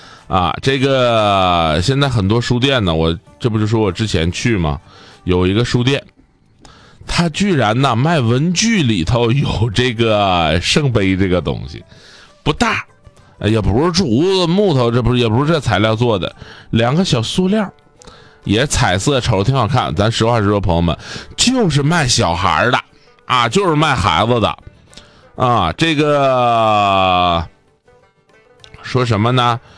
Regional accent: Northeast China, China; accent: Northeastern dialect; 就我们东北话讲叫扔啊。

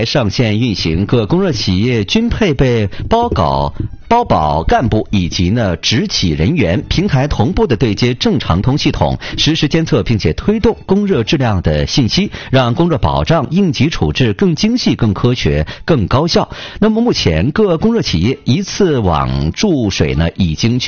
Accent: Northeast China, China; 我们东北人的这个抗冷基因哈、它是需要一个激活的过程的。其实到这个零下十几度的时候，我们也不觉得特别的冷。

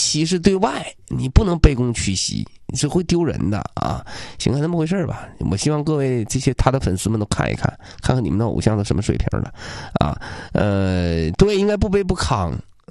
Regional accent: China; 我们中国人

